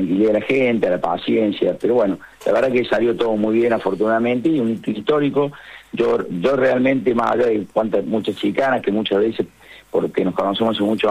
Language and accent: Spanish; Córdoba, Argentina; eso a mí me llena de alegría como cordobés